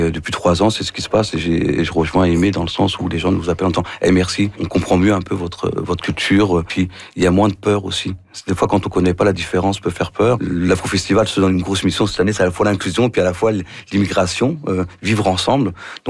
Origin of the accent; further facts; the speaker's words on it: France; moved away as an adult; Moi, ça fait 26 ans que j'ai immigré, j'arrive de la France.